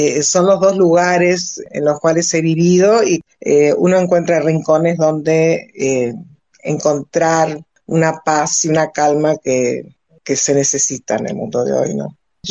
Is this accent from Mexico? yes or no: no; Montevideo, Uruguay; also born or lived in Maldonado; Bueno, en este momento estoy viviendo en Montevideo nuevamente, que es mi ciudad natal. Yo me siento bien en ella. Viví también 16 años en Maldonado por cuestiones de trabajo